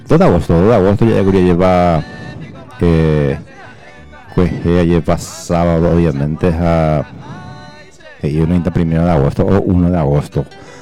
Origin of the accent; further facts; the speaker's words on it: Paraguay; como buen paraguayo y paraguaya que somos